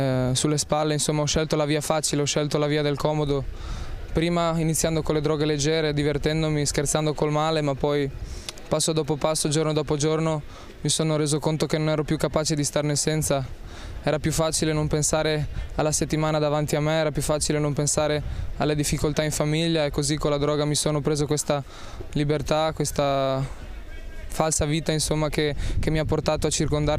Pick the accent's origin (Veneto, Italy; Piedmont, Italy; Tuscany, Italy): Veneto, Italy; Padua; ho 21 anni, vengo da Padova